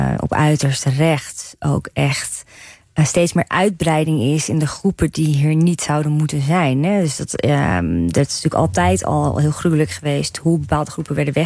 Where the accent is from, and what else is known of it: Netherlands